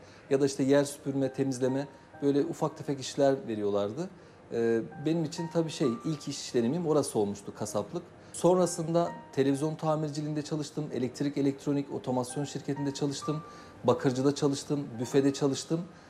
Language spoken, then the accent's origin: Turkish; Gaziantep, Turkey; Gaziantep'te yaz tatillerinde genelde erkek çocuklar evde oturtulmaz ve bir yerlerde çalışmaya verilir. Benim de çocukluğum aslında öyle geçti.